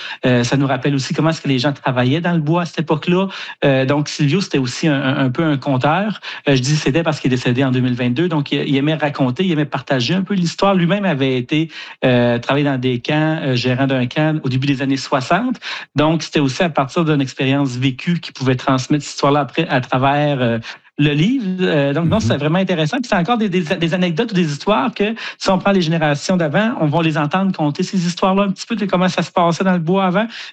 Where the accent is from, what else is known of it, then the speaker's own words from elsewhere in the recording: Kedgwick, New Brunswick, Canada; Puis moi, comme vous l'avez dit, j'ai grandi à Kedgwick, dans le nord du Nouveau-Brunswick.